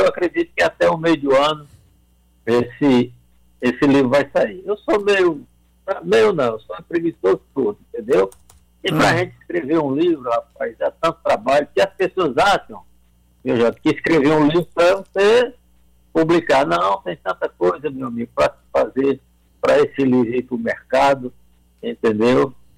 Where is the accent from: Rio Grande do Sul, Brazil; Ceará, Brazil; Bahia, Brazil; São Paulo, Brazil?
Ceará, Brazil; Juazeiro do Norte; also born or lived in Cedro; Agora eu cheguei em Juazeiro muito garoto, cheguei aqui ia fazer 13 anos de idade, 65, e aqui eu fiz a minha vida no futebol, cresci aqui